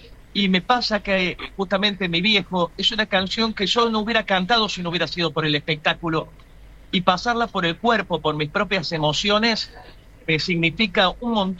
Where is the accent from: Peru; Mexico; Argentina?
Argentina; Córdoba; cuando yo iba a pedir trabajo al San Martín, al Cervantes, donde he trabajado, y me decían soy cordobés, yo sabía que me bochaban, ¿sabes?